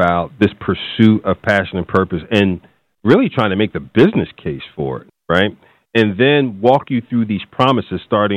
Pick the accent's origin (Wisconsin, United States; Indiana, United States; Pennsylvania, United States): Pennsylvania, United States; Philadelphia; Well, you know, North Philly was tough back then.